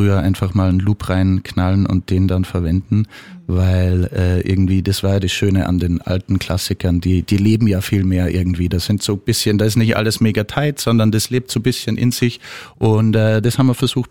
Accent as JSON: {"language": "German", "region": "Salzburg", "country": "Austria", "lives_now": "Vienna, Austria", "said": "Ja, wir sind ja eigentlich alle Salzburger und kennen uns schon ewig eigentlich aus der Schule sogar. Und dann sind alle mal ein bisschen ausgewandert und haben sich dann in Wien wiedergefunden."}